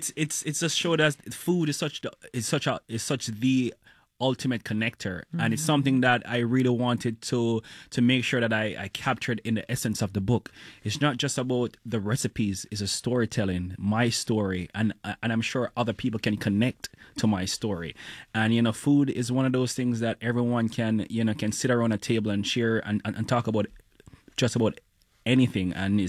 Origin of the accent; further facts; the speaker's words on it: Jamaica; growing up in Jamaica, we didn't have a lot, you know, back then.